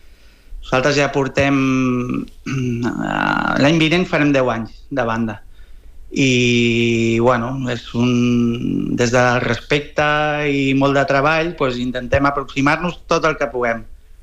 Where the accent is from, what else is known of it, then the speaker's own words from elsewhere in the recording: Tarragona, Catalonia, Spain; nosaltres som de Tarragona